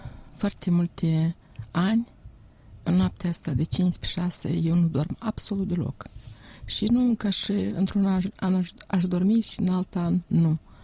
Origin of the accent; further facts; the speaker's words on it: Chirileni, Ungheni District, Moldova; la noi la în satul meu, Chirilin Ungheni, de unde sunt eu, se zice scoarță, damă.